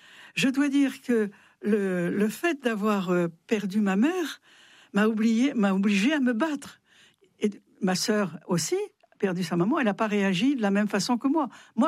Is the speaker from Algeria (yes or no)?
no; France; je suis une Française, je m'appelle